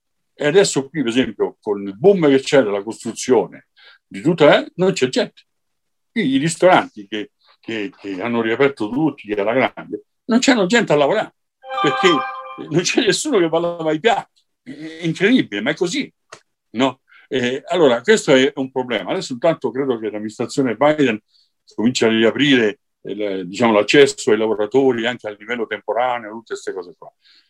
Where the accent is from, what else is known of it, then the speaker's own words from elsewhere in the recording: Chile; sì, certo, è un mio paese